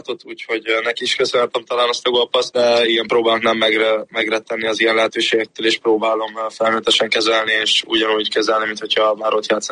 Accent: Hungary; moved away; Természetesen nagyon fontos a hazám. Szeretem Magyarországot, ott nevelkedtem, úgyhogy minden szál oda fűz.

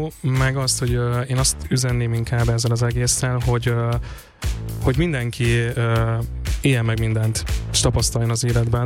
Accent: Békés, Hungary; ugye a Békés megyéből származom, és hogyha hazamegyek, ott jó csönd

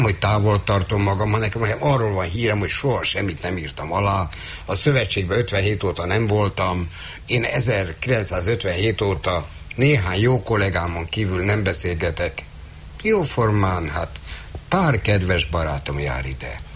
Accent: Budapest, Hungary; nem csak azért, mert a Józsefvárosból jöttem

